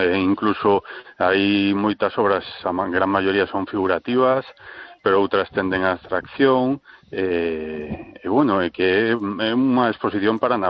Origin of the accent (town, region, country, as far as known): Vigo, Galicia, Spain